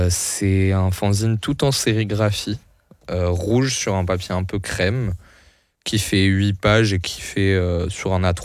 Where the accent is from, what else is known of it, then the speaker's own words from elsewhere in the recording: Brussels, Brussels-Capital Region, Belgium; nous, en tant que Bruxellois